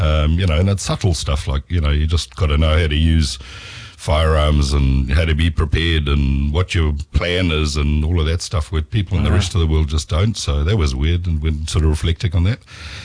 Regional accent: Zimbabwe; also born or lived in Tsumeb, Namibia; now in Taranaki, New Zealand; But we relocated, moved to Zimbabwe, then Rhodesia, at the ripe age of two. And that's kind of what I've sort of deemed to be my formative years, was growing up in, again, a small mining town, but in the really rural, you know, Zimbabwe countryside.

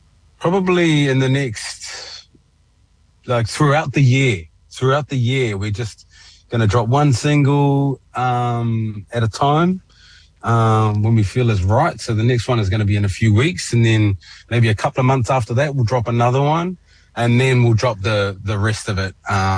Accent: Opunake, Taranaki, New Zealand; moved away; I was raised in Opunake, out on the coast. So I'm a coastie.

